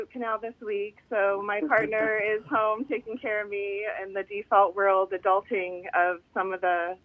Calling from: Sacramento, California, United States; The Sacramento area.

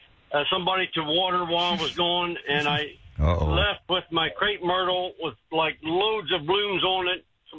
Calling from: Adkins, Texas, United States; I'm calling from Adkins.

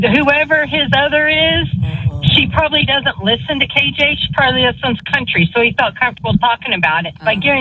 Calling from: Yukon, Oklahoma, United States; from UConn.

